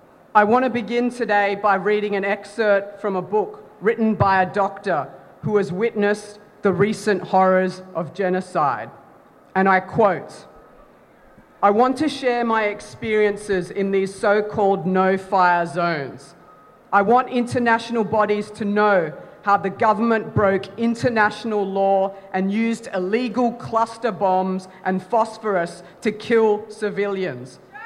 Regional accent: Darwin, Northern Territory, Australia; I'm also an Aussie. And I was fortunate that my family found safety on Larrakia land in Darwin, where I grew, where I studied, and where I worked.

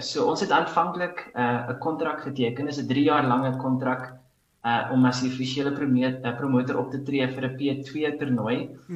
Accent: Wolmaransstad, North West, South Africa; ek is trotse inwoordeling van Wolmerangstad

